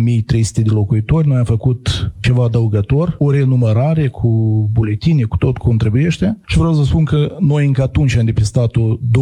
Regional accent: Căpriana, Strășeni District, Moldova; Eu vin de la Căpriana și spun întotdeauna că acolo este centru cultural și spiritual a țării noastre. Este o localitate și astăzi spun că este cu o populație de peste 2600 de locuitori.

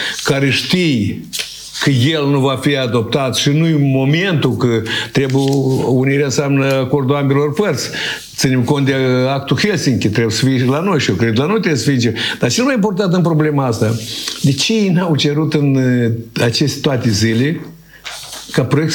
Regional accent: Moldova; noi suntem români moldoveni, că noi am făcut parte din Principatul Moldova, da? Moldova Ștefa cel Mare

